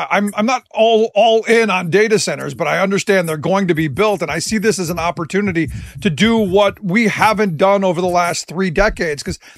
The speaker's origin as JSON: {"language": "English", "town": "Cleveland", "region": "Ohio", "country": "United States", "tie": "born or raised there", "said": "No, look, I grew up in Cleveland, and this, I hate to cut you off, but I grew up in Cleveland"}